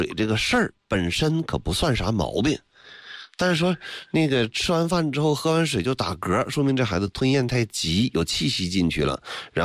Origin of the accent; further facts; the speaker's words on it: Northeast China, China; 大家知道我是东北人